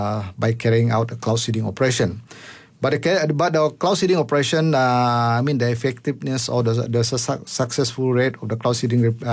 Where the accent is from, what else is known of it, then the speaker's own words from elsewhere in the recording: Sarawak, Malaysia; I come from Sarawak